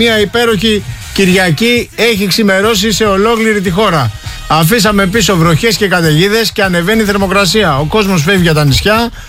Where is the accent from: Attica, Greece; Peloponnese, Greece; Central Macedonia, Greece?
Peloponnese, Greece; Εγώ είμαι από τη Μάνη και λύσαμε το θέμα των διακοπών.